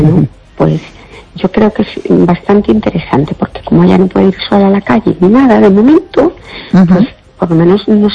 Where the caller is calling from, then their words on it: Fene, Galicia, Spain; Hola, buenas noches … de Fene, ¿qué tal?